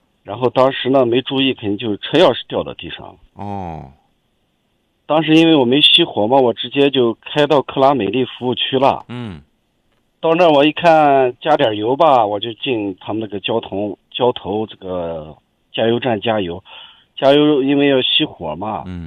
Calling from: Ürümqi, Xinjiang, China; 我是乌鲁木齐的

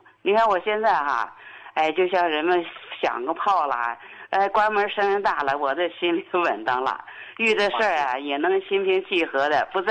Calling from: Harbin, Heilongjiang, China; 我是哈尔滨的患者。

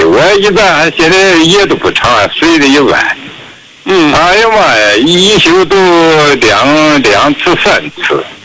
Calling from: Dalian, Liaoning, China; 我是大连的哈

